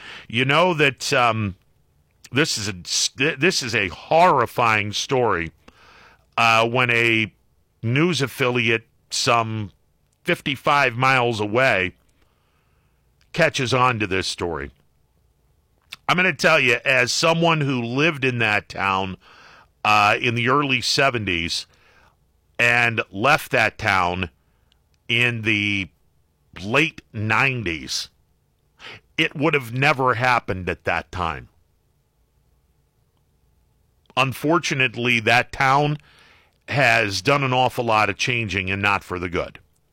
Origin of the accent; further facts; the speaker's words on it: Leetonia, Ohio, United States; my small town in northern Columbiana